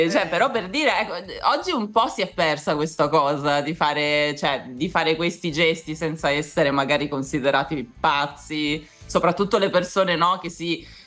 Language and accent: Italian; Southern Italy, Italy; sono terrona